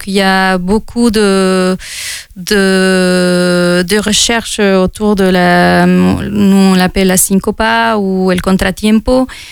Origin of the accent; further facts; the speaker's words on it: Mexico; French is a second language; moved away as an adult; now in France; Et moi, je venais du Mexique, je suis jamais allée dans un autre pays pour vivre, donc c'était la première fois que je quittais mon pays pour m'installer dans un autre pays.